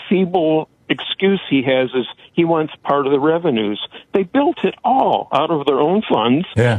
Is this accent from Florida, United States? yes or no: no; Michigan, United States; now in California, United States; Well, Michigan's my home state